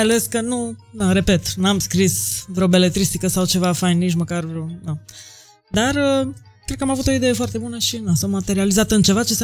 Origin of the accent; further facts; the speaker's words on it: Baia Mare, Maramureș County, Romania; born there; also born or lived in Oradea; pentru mine Oradea este un loc special în sensul că e a doua mea casă, în sensul că am crescut jumătate la Baia Mare și la Oradea, pentru că mare parte din familia mea este încă în Oradea.